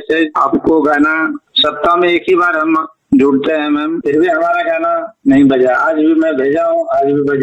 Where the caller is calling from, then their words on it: Bihar, India; बिहार के रहने वाले हैं।